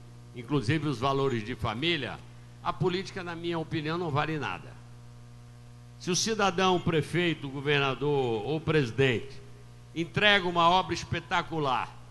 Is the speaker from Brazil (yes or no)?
yes; Rio de Janeiro, Brazil; born there; now in Bahia, Brazil; Eu, que nasci no Rio de Janeiro, mas estou na Bahia há 52 anos, com muito orgulho e com muito prazer